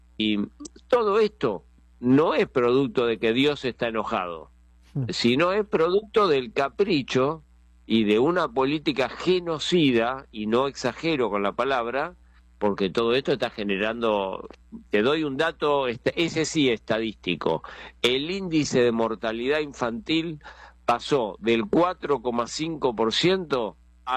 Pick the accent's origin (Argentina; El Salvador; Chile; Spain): Argentina; yo siendo argentino, que era un niño, me acuerdo, en la época de la Guerra de Malvinas